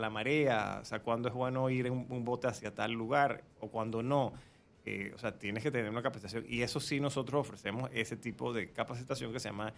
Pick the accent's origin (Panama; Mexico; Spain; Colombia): Panama; como panameños todos debemos ser guías